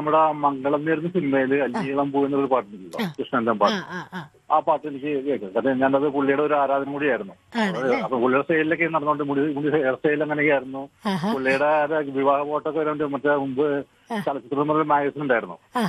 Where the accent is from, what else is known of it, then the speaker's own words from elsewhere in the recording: Alangad, Kerala, India; 58 വർഷം അവിടെ തന്നെയാണ് ജനിച്ചു വളർന്ന. അവിടെ തന്നെയാണ്.